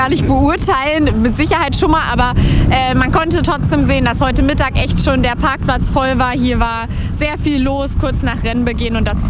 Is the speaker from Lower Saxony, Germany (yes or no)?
yes; Wendeburg, Lower Saxony, Germany; ich bin 16. Ich komme aus Wendeburg.